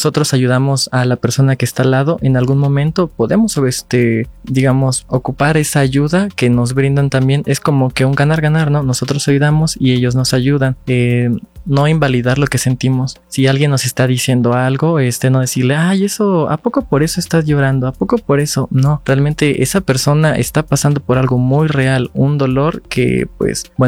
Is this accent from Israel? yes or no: no; Mexico; Si entre nosotros nos ayudamos como sociedad, vamos a crecer, como mexicanos vamos a crecer